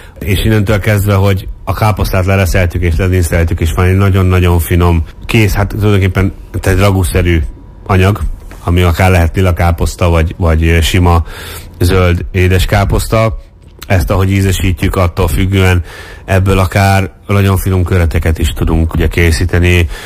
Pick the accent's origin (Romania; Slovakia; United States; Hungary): Hungary; mivel magyarok vagyunk